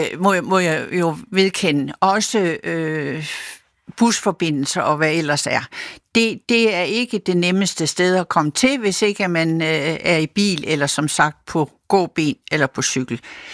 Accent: Funen, Region of Southern Denmark, Denmark; now in Tørring, Denmark; Ja, nu er jeg jo ikke oprindelig jyde. Jeg kommer fra Fyn

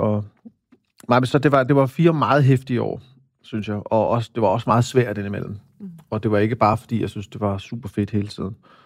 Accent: Greece; now in Denmark; Det er også en hilsen til min barndom i Grækenland.

